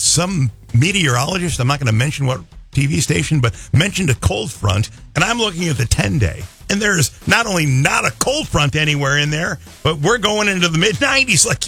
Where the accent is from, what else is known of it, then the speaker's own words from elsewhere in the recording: Chicago, Illinois, United States; now in Tennessee, United States; Born and raised in Chicago.